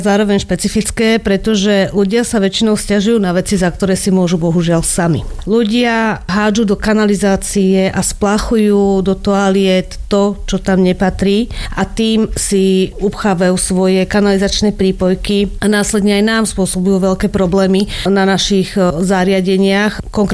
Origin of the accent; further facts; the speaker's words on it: Malacky, Bratislava Region, Slovakia; Nie, ja som rodená Malačanka, ale môj otec pochádza zo Zohoru.